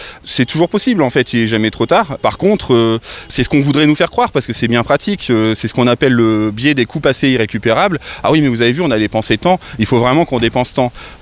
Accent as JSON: {"language": "French", "town": "Oisy-le-Verger", "region": "Hauts-de-France", "country": "France", "tie": "born or raised there", "said": "je suis né à Douai, mais j'ai fait de 6 ans à 22 ans à Oisy-le-Verger, j'ai habité ici, donc je connais bien, c'est ma coin, comme on dit."}